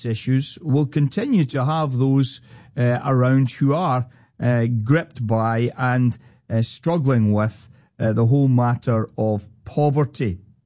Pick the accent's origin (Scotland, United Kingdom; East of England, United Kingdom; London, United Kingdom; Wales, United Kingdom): Scotland, United Kingdom; Obviously, being a Scotsman, I enjoyed meeting the Scottish team that were there.